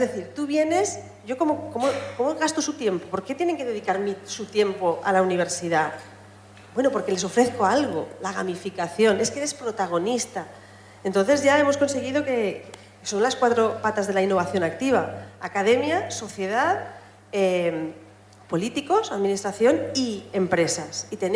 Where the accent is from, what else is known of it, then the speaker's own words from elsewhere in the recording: Sagunto, Valencian Community, Spain; yo soy de Sagunto